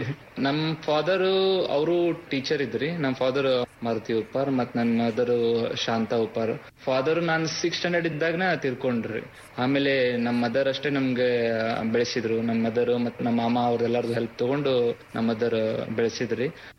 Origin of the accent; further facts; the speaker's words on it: Shiggaon, Karnataka, India; Shiggaon, Haveri district Shiggaon ನಂದು.